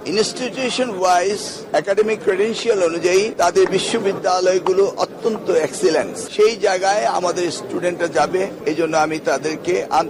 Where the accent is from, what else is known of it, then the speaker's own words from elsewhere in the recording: Bangladesh; আমি বাংলাদেশি হিসাবে চাইব আমাদের দেশেও আমাদের শিক্ষা প্রতিষ্ঠানগুলো এইভাবে উন্নতি সাধন করুক